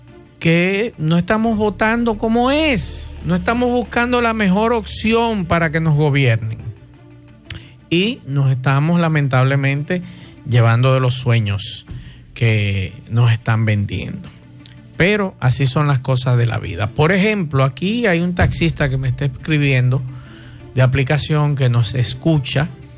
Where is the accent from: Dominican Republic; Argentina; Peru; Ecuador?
Dominican Republic; y yo como dominicano